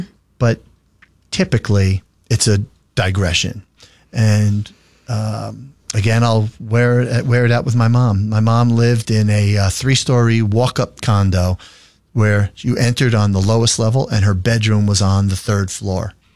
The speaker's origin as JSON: {"language": "English", "town": "Edison", "region": "New Jersey", "country": "United States", "tie": "born or raised there", "said": "But we found a fantastic one in the town that I grew up in Edison, New Jersey."}